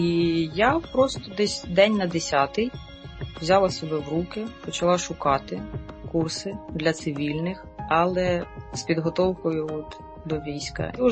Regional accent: Dnipro, Dnipropetrovsk Oblast, Ukraine; Я сама з Дніпра.

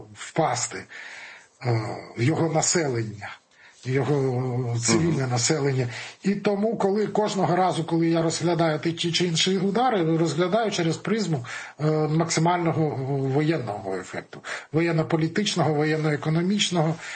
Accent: Poltava, Poltava Oblast, Ukraine; Я як полтавчанин кажу

